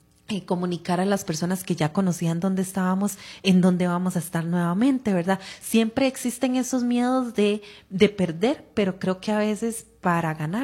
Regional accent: Heredia, Costa Rica; Yo soy de Heredia, entonces empecé en Heredia.

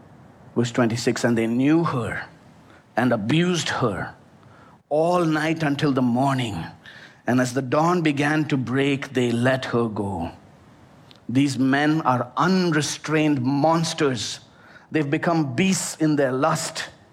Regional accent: India; moved away; my home country of India

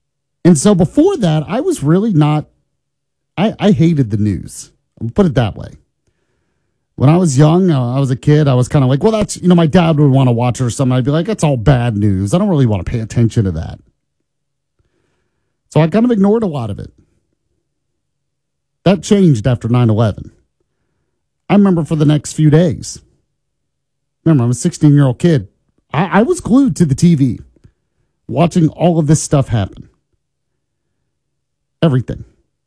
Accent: Orlando, Florida, United States; I grew up in Orlando, Florida. I understood. I had never been to New York City in my life.

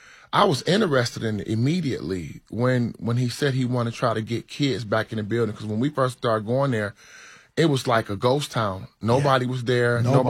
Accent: Detroit, Michigan, United States; moved away; and this is my hometown.

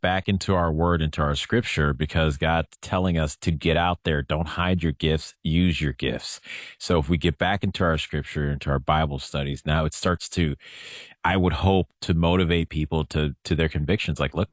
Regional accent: Chicago, Illinois, United States; I grew up in Chicago

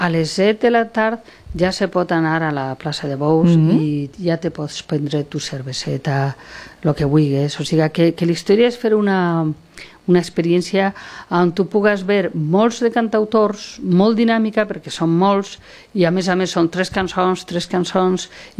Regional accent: Orihuela, Valencian Community, Spain; que som d'Orihuela, d'Alacant

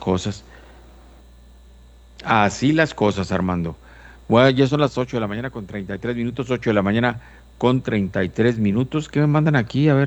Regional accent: Mexico

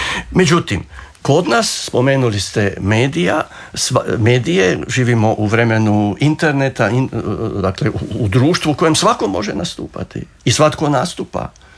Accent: Croatia

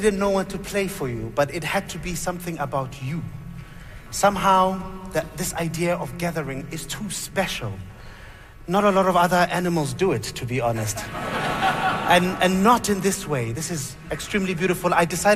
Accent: South Africa; It would be impossible not to play something from home. I'm from South Africa.

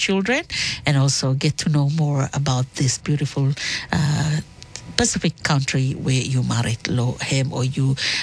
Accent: Tuvalu; I'm too from Tuvalu, and me like for say happy Tuvalu Language Week to my more like my younger siblings

